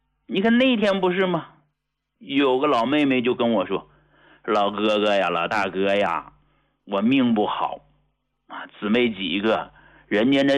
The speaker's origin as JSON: {"language": "Chinese", "town": "Hegang", "region": "Heilongjiang", "country": "China", "tie": "born or raised there", "moved": "as an adult", "lives_now": "Beijing, China", "said": "我是从农村走出来的，我是从黑龙江鹤岗工农区走出来的"}